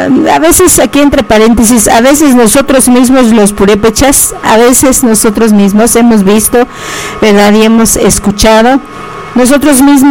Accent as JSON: {"language": "Spanish", "region": "Michoacán", "country": "Mexico", "said": "somos las cuatro regiones que conforman la meseta purépecha, y en las cuatro regiones tenemos nuestra diferente forma de hablar."}